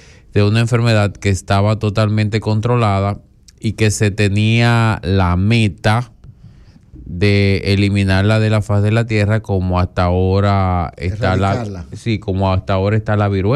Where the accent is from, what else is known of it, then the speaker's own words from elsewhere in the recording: Dominican Republic; somos los dominicanos allá en los Estados Unidos